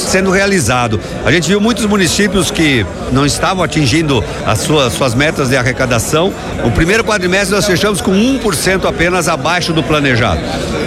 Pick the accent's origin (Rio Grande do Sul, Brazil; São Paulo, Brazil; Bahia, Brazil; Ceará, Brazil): Rio Grande do Sul, Brazil; São Marcos; São Marcos, a minha terra